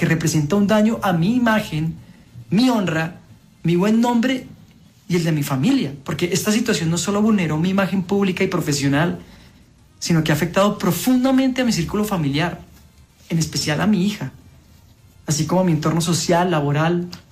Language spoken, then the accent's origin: Spanish; Colombia; soy actor colombiano.